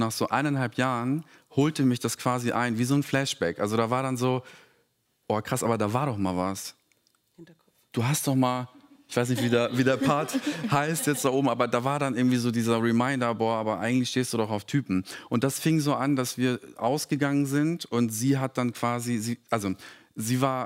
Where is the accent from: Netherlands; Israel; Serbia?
Serbia; German is a second language; ich komme aus Serbien. Wir sind sehr konservativ